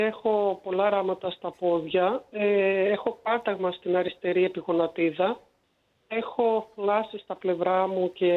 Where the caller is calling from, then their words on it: Patras, Western Greece, Greece; είμαστε περίπου 300.000 πατρινοί.